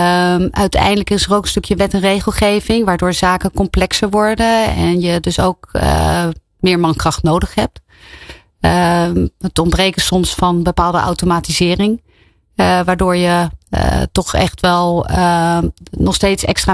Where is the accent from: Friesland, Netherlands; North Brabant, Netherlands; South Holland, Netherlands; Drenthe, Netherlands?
South Holland, Netherlands; Rotterdam; Ik kom uit Rotterdam.